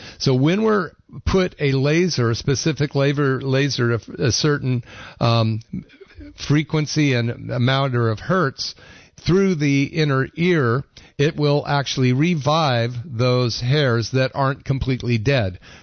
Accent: Berkeley, California, United States; I would listen to all of the rock and roll from the 70s when I grew up in Berkeley

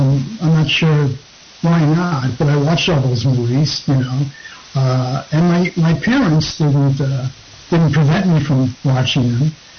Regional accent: Connecticut, United States; And growing up in Connecticut, I heard all these stories and everything.

